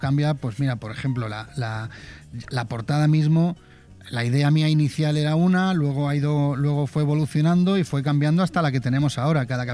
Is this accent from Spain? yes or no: yes; Benidorm, Valencian Community, Spain; soy de Benidorm y soy el mayor de la cuarta generación de una familia de empresarios turísticos